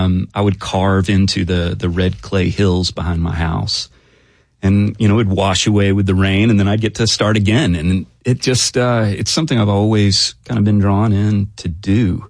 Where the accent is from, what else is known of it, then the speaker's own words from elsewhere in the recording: Prattville, Alabama, United States; You know, it was very green. A lot of kudzu, a lot of red clay hills that are kind of lovely to spend some time with, but it's fairly quiet, you know, a lot of fireflies at night.